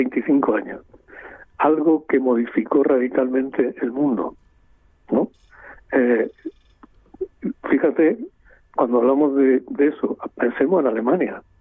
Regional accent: Spain; moved away; also born or lived in New York; soy bastante más español de lo que pensaba y bastante más europeo

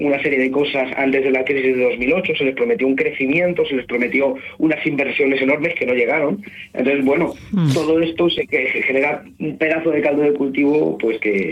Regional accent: Fuensalida, Castilla-La Mancha, Spain; yo soy de un pueblo de Toledo que se llama Fuensalida, que está a 50 kilómetros al sur de Madrid y 20 del norte de Toledo.

